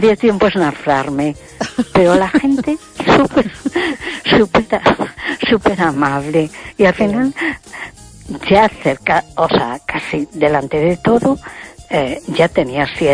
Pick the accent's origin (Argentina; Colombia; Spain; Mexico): Spain; A Coruña, Galicia